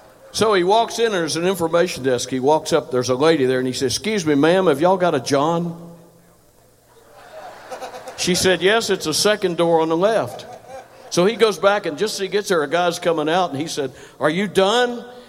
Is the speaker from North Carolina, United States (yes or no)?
no; West Virginia, United States; I'm just a kid from Fayette County who is blessed.